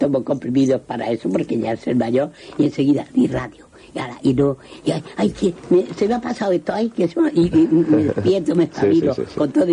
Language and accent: Spanish; Almería, Andalusia, Spain; yo como soy de Almería